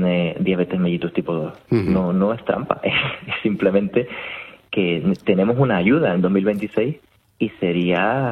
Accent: Canary Islands, Spain; accent: Canarian; Con mi acento canario igual puede pasar desapercibida esa

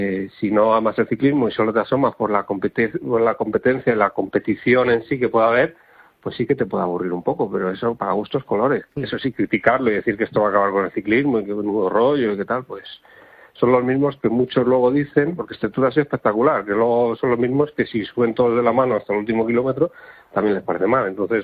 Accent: Segovia, Castile and León, Spain

